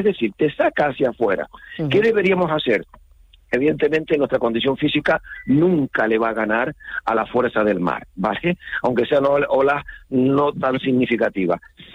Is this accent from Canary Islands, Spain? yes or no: yes; Canary Islands, Spain